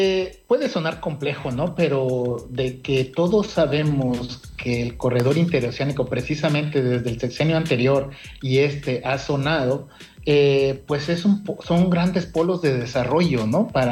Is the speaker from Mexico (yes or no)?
yes; Salina Cruz, Oaxaca, Mexico; Yo soy de Salina Cruz, Oaxaca, ¿no? Es una zona de el otro lado de lo que es Coatzacoalcos, ¿no? En la zona del Pacífico, y pues uno crece con esas carreteras transísmicas